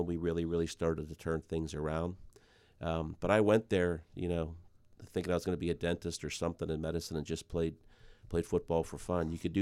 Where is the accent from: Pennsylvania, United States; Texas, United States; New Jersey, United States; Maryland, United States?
Pennsylvania, United States; Peters Township; Yeah, so I grew up in Peters Township, you know, back in the day when people didn't even know where Peters Township was. It was really a farm community.